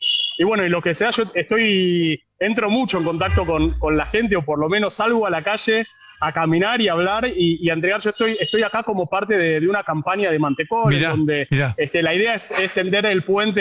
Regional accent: Argentina; decís, no, no, no, yo soy del país, nací, soy de Argentina, claro, ahí no lo, cambian la cara, no, no lo pueden creer.

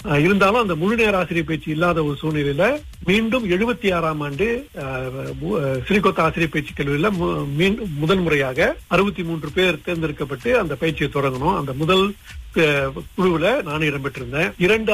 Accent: Labis, Johor, Malaysia; moved away as an adult; now in Kuala Lumpur, Malaysia; நான் பிறந்து வளர்ந்தது படித்ததெல்லாம் ஜுகூர் மாநிலம் சாவில் உள்ள ஜுகூர்ல ஆபீஸ் தோட்டம் பிரிவு 4. அத வந்து எங்க ஊர்ல வந்து 12 சொல்லுவோம், ஏன்னா 12 மைல் அது இருக்கு.

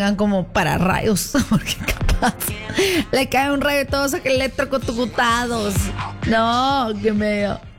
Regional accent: Guatemala; así somos los guatemaltecos, somos bien chutes.

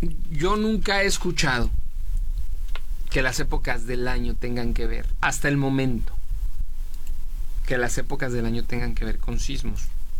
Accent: Mexico

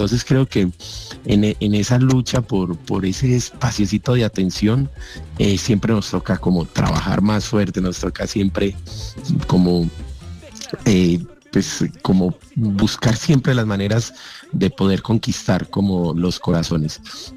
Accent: Colombia; Exactamente, o sea, es una cosa que nos supera, que nos despierta todos los sentimientos como colombianos.

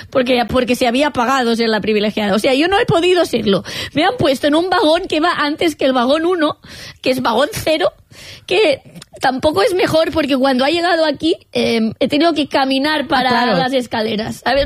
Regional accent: Catalonia, Spain; porque ya catalana. Sabemos que soy catalana.

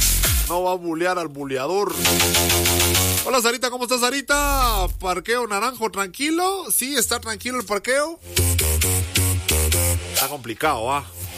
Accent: Guatemala City, Guatemala Department, Guatemala; Esto es en la zona número 15, allá por mi natal cruce para Cayala.

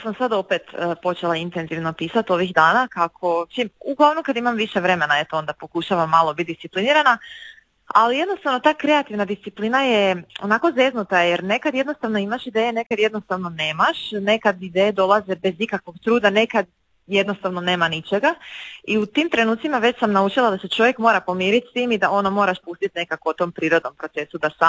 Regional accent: Osijek, Osijek-Baranja County, Croatia; Iz Osijeka sam

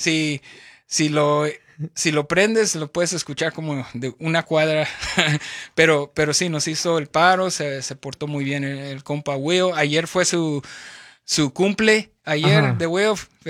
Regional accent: Chihuahua, Mexico; also born or lived in Tijuana; now in Los Angeles, United States; somos norteños.

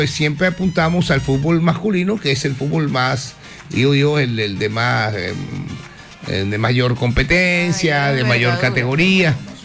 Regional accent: Mexico; Una verdadera potencia como mexicano.

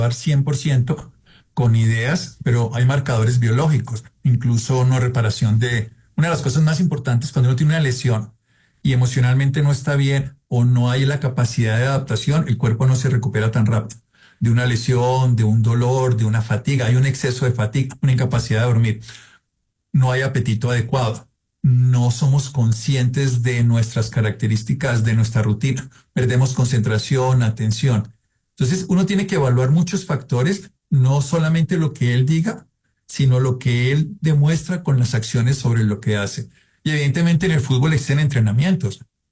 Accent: Colombia; Pero como colombianos, dejemos las divisiones, dejemos todas las hipótesis que nos separan y juntémonos

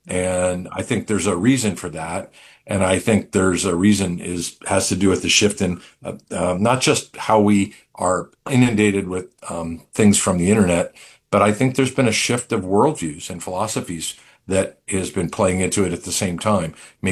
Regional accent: Philadelphia, Pennsylvania, United States; moved away; also born or lived in Pittsburgh; I grew up in Philly, and I've repented of that, yeah, of course. I mean, I'm a full-blood Yinzer.

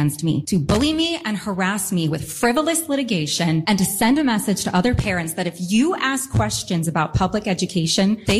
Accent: Rhode Island, United States; I am a mother from Rhode Island

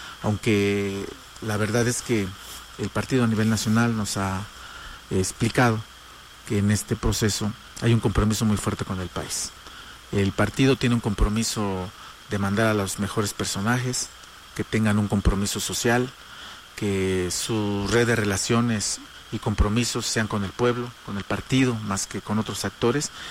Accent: Oaxaca, Mexico; estamos muy contentos como oaxaqueños

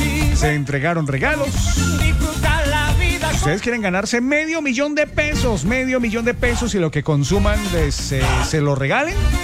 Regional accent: Colombia; porque también somos colombianos

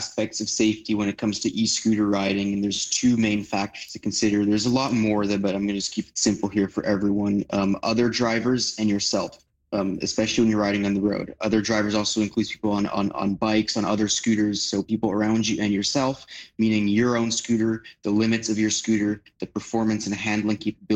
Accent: Vancouver, British Columbia, Canada; now in Poland; Greetings to Vancouver, my hometown from Poland.

